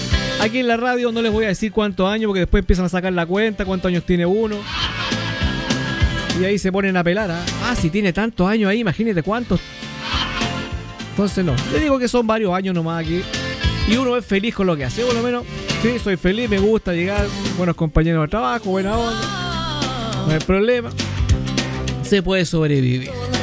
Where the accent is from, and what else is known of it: Chile